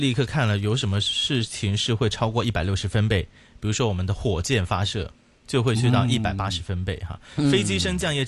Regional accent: Guangdong, China; accent: Cantonese; first language Cantonese; 说回自己的 对母语哈，我们广东话 对吧哈。

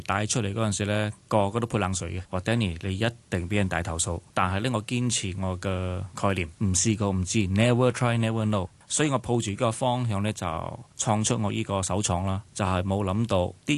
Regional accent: Kuala Lumpur, Malaysia; 我是土生土长在马来西亚吉隆坡，一个很普通的华人家庭。

